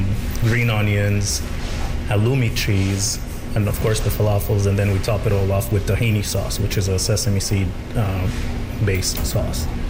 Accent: Cairo, Cairo Governorate, Egypt; moved away; I'm from Egypt and from Cairo

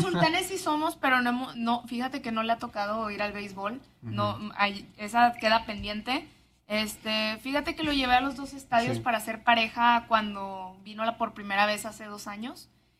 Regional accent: Monterrey, Nuevo León, Mexico; a todos los que nacimos, crecimos aquí en Monterrey

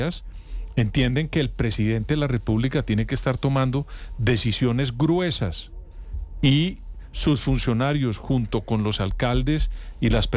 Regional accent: Colombia

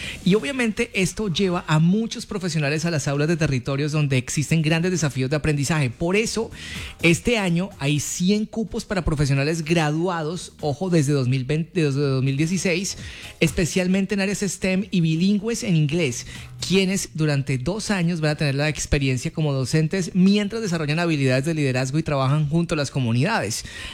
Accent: Cali, Valle del Cauca, Colombia

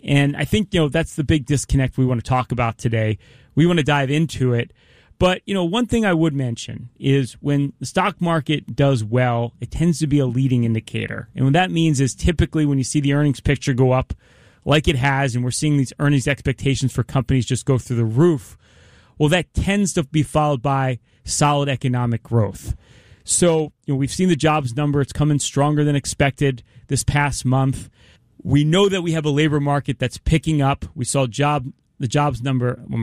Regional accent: Philadelphia, Pennsylvania, United States; You know, I'm from Philadelphia. I got to keep it simple.

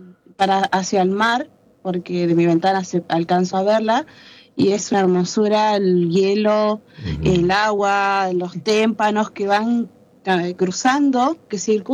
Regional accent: Curuzú Cuatiá, Corrientes, Argentina; moved away as an adult; now in Antarctica; yo soy del norte, soy de Cruzucuatía, Corrientes.

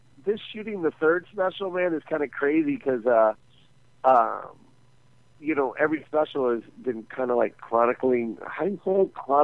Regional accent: Las Vegas, Nevada, United States; moved away; And that's my hometown, too

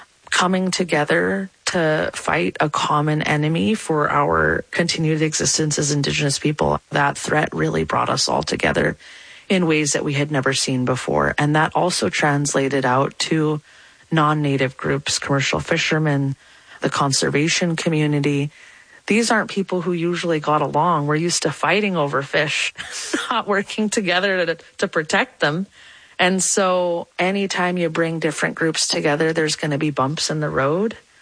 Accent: Clark's Point, Alaska, United States; my grandmother was Manchoc, and I was raised with her in Clark's Point in Bristol Bay.

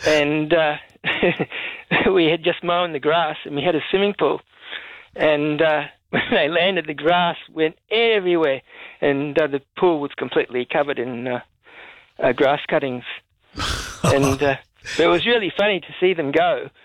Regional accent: Sydney, New South Wales, Australia; now in New Zealand; So I moved to New Zealand from Australia. I lived in Sydney. I grew up in Sydney. So we lived in a suburb of Sydney called Terrey Hills.

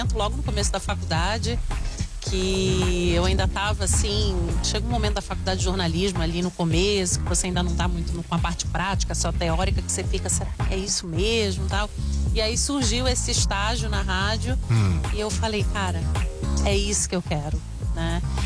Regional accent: Recife, Pernambuco, Brazil; moved away; eu sou de Recife, lá a gente fala boa noite.

